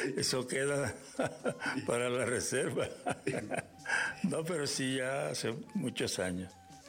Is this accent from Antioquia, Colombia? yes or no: no; Santa Lucía, Córdoba, Colombia; now in Bogotá, Colombia; yo nací en un pueblecito que se llama Santa Lucía, pasando por el puente del río Sinú, para la carretera, por la carretera panamericana, hacia San Bernardo del Viento, hacia Moñito, Puerto Escondido y todos esos pueblos cercanos.